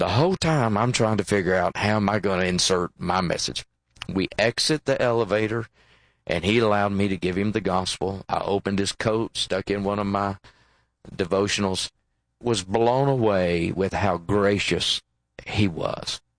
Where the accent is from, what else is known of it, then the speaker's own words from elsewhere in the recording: Tennessee, United States; And there was a Democrat congressional member from Tennessee, my home state, the only Democrat congressional member we had at the time